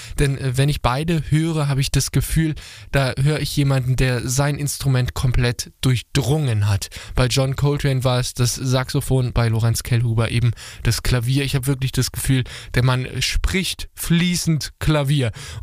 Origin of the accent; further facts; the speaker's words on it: Rhineland, Germany; wie wir bei mir in meiner rheinischen Heimat sagen würden.